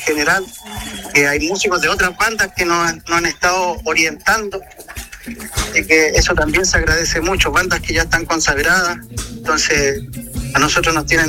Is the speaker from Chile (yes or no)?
yes; Curacaví, Santiago Metropolitan Region, Chile; Yo soy de Curacaví, por si sí.